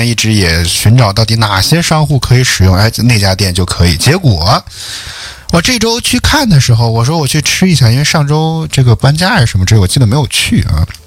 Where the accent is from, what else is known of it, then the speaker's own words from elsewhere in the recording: northern China, China; 其实作为北方人来讲，我并不是非常的喜欢喝汤